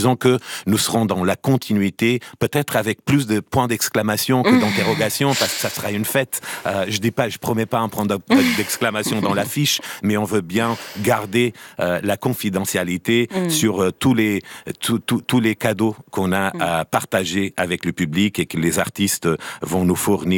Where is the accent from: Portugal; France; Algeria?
Portugal; French is a second language; je suis portugais